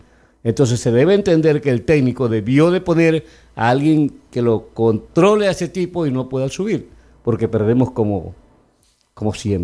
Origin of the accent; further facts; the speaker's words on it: Ecuador; soy ecuatoriano